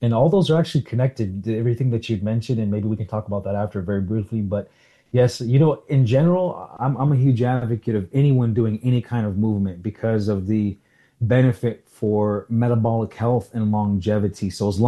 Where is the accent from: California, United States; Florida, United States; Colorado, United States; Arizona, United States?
Arizona, United States; Salt River; born or raised there